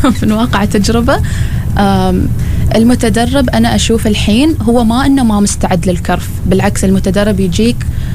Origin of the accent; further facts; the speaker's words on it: Muscat, Muscat Governorate, Oman; نفس فكرة اللهجات عندنا نحن في مسقط